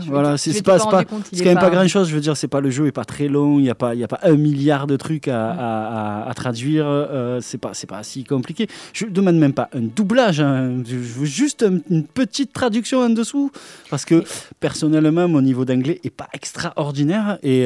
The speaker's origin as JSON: {"language": "French", "region": "Southern France", "country": "France", "accent": "southern", "said": "j'ai l'accent du sud, donc je peux pas parler anglais."}